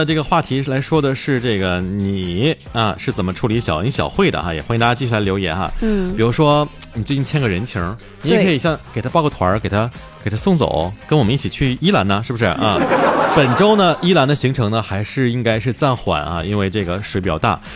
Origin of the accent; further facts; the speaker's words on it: Harbin, Heilongjiang, China; 还有我们家乡演员乔杉